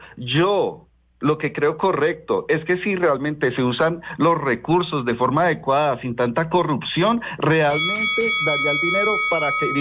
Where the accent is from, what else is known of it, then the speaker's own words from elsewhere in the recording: Colombia; aquí en Colombia, donde pagamos impuestos